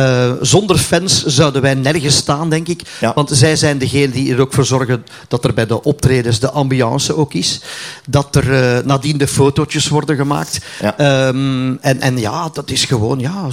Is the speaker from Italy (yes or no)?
no; Flanders, Belgium; accent: Flemish; Dat is eigenlijk gewoon iets dat ontsproten is uit mijn dialect. Dus toen wij in de studio zaten, ja, onze technische engineer, dat was een Engelsman. Dus die kende de Vlaamse taal niet.